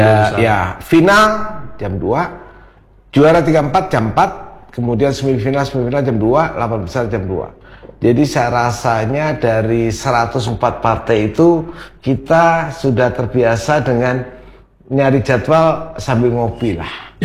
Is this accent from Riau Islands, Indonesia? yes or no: yes; Batam, Riau Islands, Indonesia; kita-kita ini orang Batam